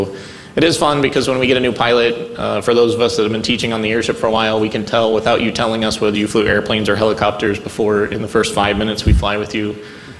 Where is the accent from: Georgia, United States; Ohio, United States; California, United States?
Ohio, United States; Green; I'm born and raised here in the Akron area. I grew up in Green. I went to St. Francis de Sales Parish School till eighth grade, and then went to Hoban High School